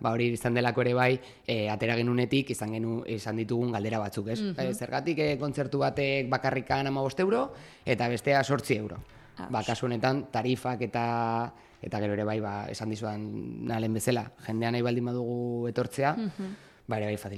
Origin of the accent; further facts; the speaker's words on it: Irun, Basque Country, Spain; Hau begira, ba, Irundarra naiz, orain dela mar urte